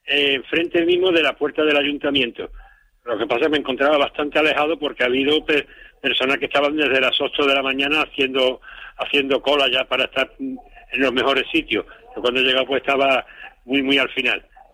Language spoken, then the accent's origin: Spanish; Spain; somos españoles